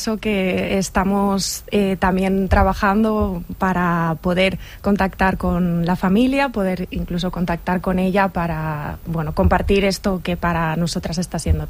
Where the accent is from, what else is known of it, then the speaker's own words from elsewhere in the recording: Valencia, Valencian Community, Spain; Yo de aquí, de Valencia.